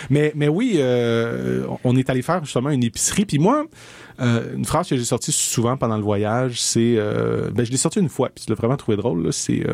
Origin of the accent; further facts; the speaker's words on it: Portugal; Puis je pense que je suis portugais, puis je sais pas, tu sais.